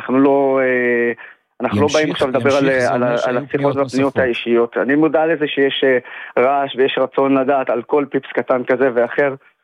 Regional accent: Nazareth, Northern District, Israel; אני כערבי ישראלי מנצרת שהתחנך וגדל גם על הערכים המערביים האלה שספקתי מתוך מדינת ישראל

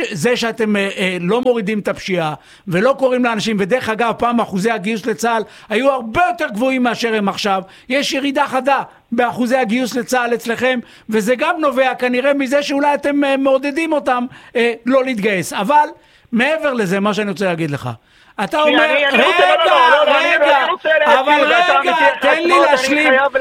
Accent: Beersheba, Southern District, Israel; אני באתי מבאר שבע, וכשאני גדלתי, לא היה בדוי אחד שגר בבאר שבע, ולא היה את ההקצנה הדתית הזאת.

